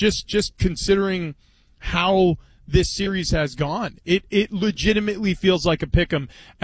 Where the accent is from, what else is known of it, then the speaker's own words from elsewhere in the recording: New York, United States; And I mean, I grew up in New York. I grew up a Knicks fan.